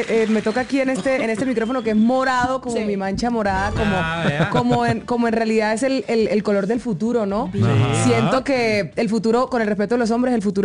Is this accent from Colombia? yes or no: yes; Aguachica, Cesar, Colombia; ¡Es el nombre de mi pueblo! ¡Agua Chica!